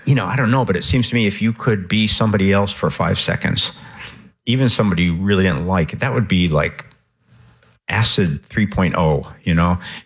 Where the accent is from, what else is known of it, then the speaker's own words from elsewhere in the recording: Chicago, Illinois, United States; I think I grew up in Chicago on the South Side, and there was a very, you know, a very male-centered time.